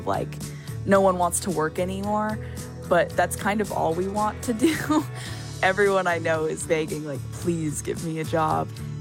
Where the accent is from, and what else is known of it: Nashville, Tennessee, United States; born or raised there